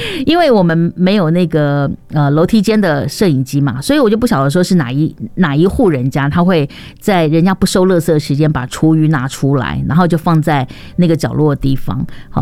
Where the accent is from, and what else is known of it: Taiwan